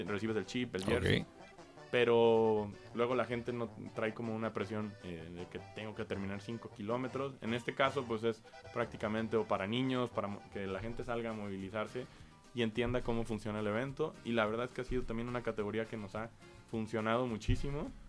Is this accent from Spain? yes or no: no; Mexico; como buenos mexicanos dejamos